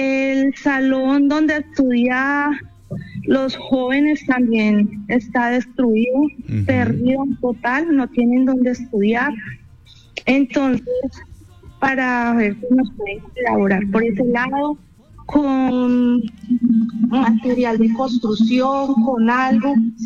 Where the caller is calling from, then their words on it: La Celia, Risaralda, Colombia; De la Celia Risaralda, vereda Altomira Alto.